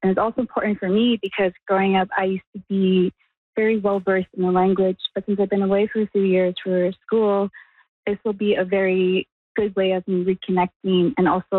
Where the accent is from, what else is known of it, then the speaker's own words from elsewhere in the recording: Fort Providence, Northwest Territories, Canada; growing up in Fort Providence, there wasn't really a lot of resources around art in general.